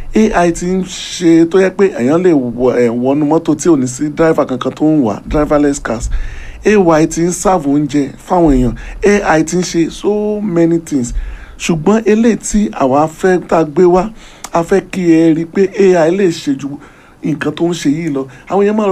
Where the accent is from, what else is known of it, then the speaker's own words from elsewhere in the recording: Lagos, Nigeria; Mo wá láti mo jẹ́ ọmọ bíbí ilẹ̀ Yorùbá ṣùgbọ́n mo wá láti ìlú Èkó.